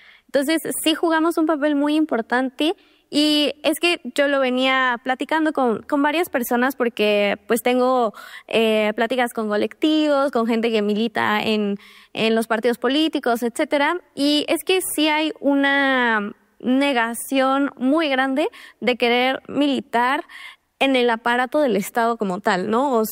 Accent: Mexico City, Mexico; Pero como chilanga

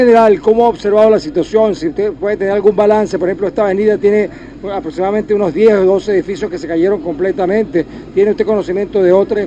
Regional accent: Macuto, La Guaira, Venezuela; Yo soy de Macuto.

